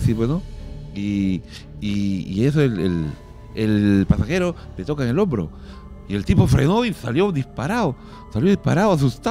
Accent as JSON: {"language": "Spanish", "town": "Pucallpa", "region": "Ucayali", "country": "Peru", "said": "Y yo soy pues de Pucallpa"}